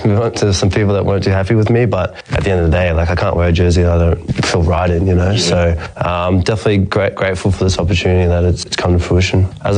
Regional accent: Australia; also born or lived in New Zealand; I grew up in Australia a lot of my life. I was back in New Zealand during a tough time for my family, surrounded by family, surrounded by my cousins, uncles.

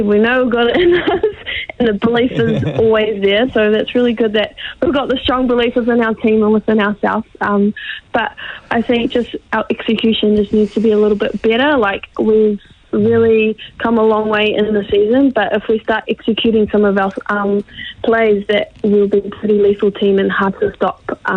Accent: New Zealand; But born and raised in New Zealand, but very proud Fijian. My dad was born and raised in Fiji, and so was my grandmother.

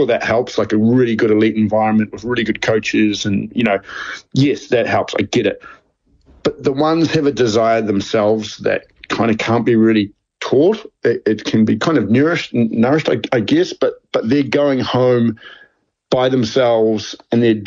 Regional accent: New Zealand; moved away; growing up in New Zealand

